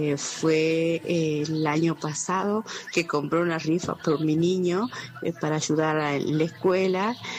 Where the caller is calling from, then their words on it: Palpalá, Jujuy, Argentina; de Palpalá.